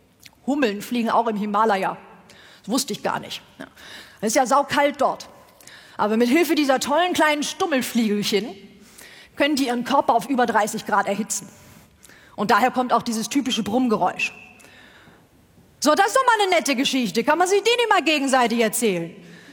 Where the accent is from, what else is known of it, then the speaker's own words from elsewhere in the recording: North Rhine-Westphalia, Germany; Ich komme aus Westfalen